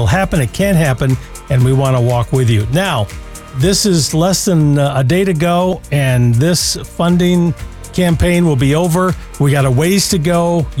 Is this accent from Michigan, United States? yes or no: yes; Jackson, Michigan, United States; My area of hometown, where I grew up in Jackson.